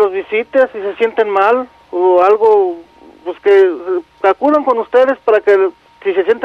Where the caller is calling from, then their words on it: Cocula, Jalisco, Mexico; De aquí, de Cocula.